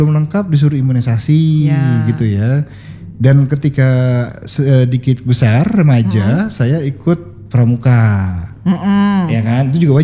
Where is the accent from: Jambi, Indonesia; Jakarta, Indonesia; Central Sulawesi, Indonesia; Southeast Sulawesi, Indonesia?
Jakarta, Indonesia; Tentunya besar dan lahir di Jakarta. Dengan keturunan ada Jawa Tengah, ada Jawa Timur. Dan yang paling utama DNA-nya dari Jawa Barat dan Banten.